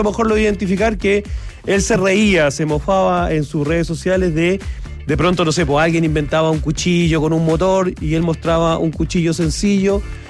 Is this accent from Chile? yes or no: yes; Chile